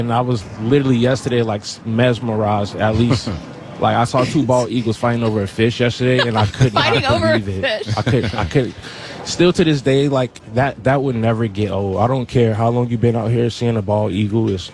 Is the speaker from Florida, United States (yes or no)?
yes; Florida, United States; Yeah, I'm from Florida, so we don't see none of that type of stuff.